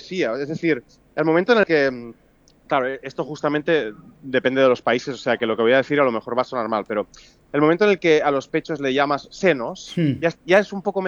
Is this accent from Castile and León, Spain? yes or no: no; Catalonia, Spain; los de mi tierra